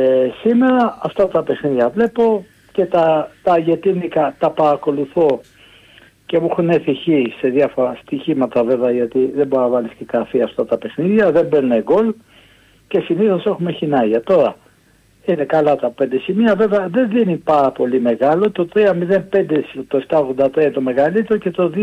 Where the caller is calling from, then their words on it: Chaidari, Attica, Greece; από το Χαϊδάρι.